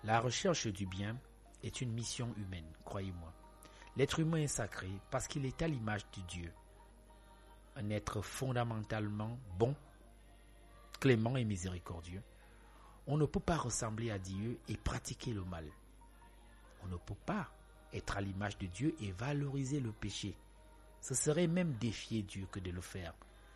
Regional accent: Cameroon; Tout est objet chez nous au Cameroun.

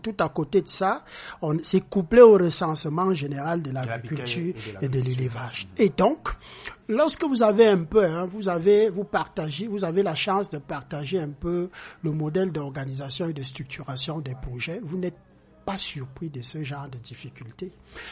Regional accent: Cameroon; en tant que Camerounais

